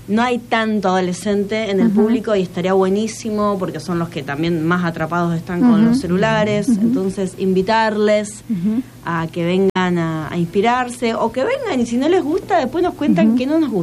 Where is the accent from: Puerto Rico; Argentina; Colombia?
Argentina; Rafaela, Santa Fe; moved away as an adult; now in Santa Fe, Argentina; yo vengo de la ciudad de Rafaela. Ya hace más años que vivo acá